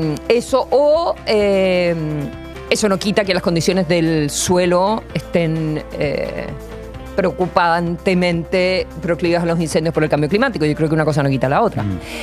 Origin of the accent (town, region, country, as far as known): Chile